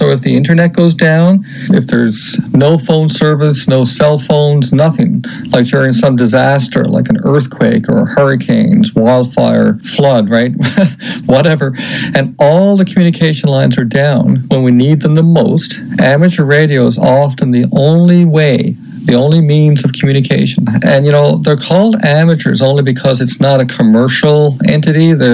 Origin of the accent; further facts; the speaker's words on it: St. John's, Newfoundland and Labrador, Canada; it's a special place for anyone in Newfoundland. And I grew up in St. John's, and I could see Cabot Tower and Signal Hill from my bedroom window.